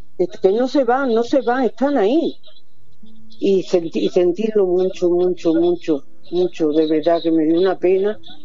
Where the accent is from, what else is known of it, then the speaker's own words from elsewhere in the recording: Córdoba, Andalusia, Spain; now in Granada, Spain; Digo Granada porque no soy granadina. No. Soy cordobesa.